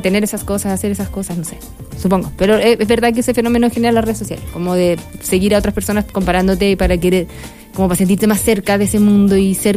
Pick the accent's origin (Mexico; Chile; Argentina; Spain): Chile; somos chilenos, tú eres chilena, yo soy chileno